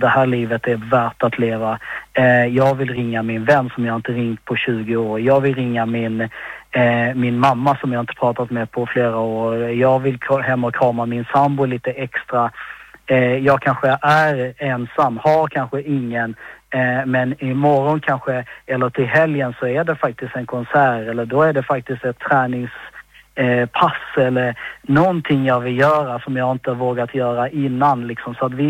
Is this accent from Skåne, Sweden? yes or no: yes; Malmö, Skåne, Sweden; now in Stockholm, Sweden; Malmö är min hemstad och det är jättevackert och jättefint. Numera bor jag ju i Stockholm